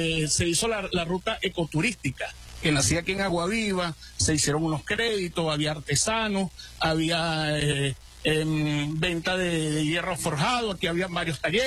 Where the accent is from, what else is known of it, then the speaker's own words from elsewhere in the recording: Lara, Venezuela; Yo soy de Las Tunas